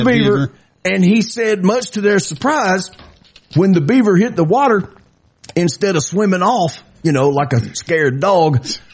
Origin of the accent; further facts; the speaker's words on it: Mississippi, United States; It's just weird to me because, you know, we come from a place like Pancake and I grew up in Mississippi.